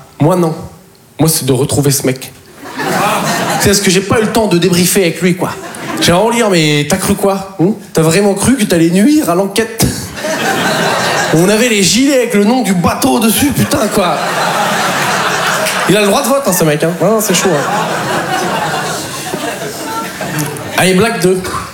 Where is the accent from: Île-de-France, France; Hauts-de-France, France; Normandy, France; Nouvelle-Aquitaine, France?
Nouvelle-Aquitaine, France; Poitiers